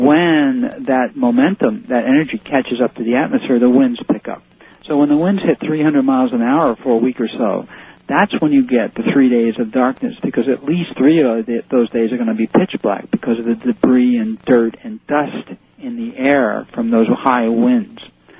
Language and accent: English; Hackensack, New Jersey, United States; born there; moved away; I was born in Hackensack.